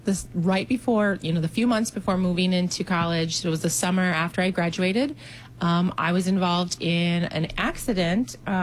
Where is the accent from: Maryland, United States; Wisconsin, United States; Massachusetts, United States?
Wisconsin, United States; Columbus; I grew up in Columbus, Wisconsin, and then went off to school at UW-La Crosse.